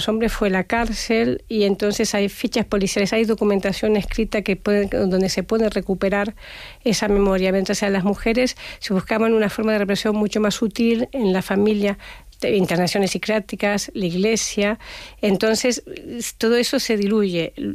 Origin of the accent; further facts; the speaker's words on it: Argentina; yo he vivido, yo soy argentina, en Argentina, de los años 80 o 70